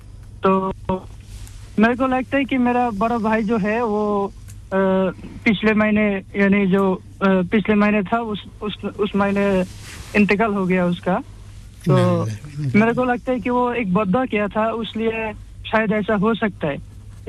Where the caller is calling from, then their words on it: Bangladesh; मैं बांग्लादेश से हूँ।